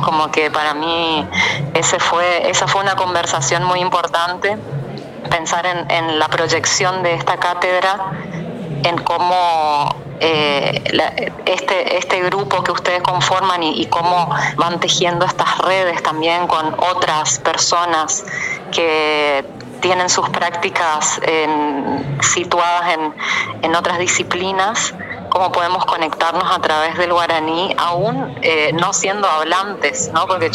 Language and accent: Spanish; Corrientes, Argentina; Yo, nacida y criada en Corrientes Capital, soy diseñadora gráfica y soy artista.